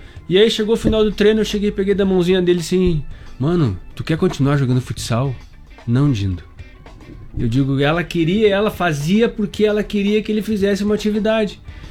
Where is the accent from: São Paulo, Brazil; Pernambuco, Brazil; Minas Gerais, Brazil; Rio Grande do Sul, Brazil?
Rio Grande do Sul, Brazil; São Lourenço do Sul; moved away; lá na minha cidade, lá São Lourenço do Sul.